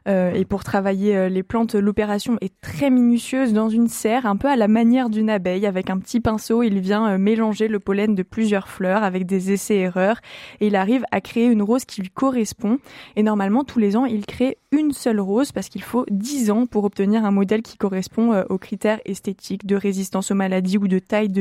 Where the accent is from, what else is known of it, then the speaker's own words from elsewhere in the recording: Auvergne-Rhône-Alpes, France; par chez nous en Isère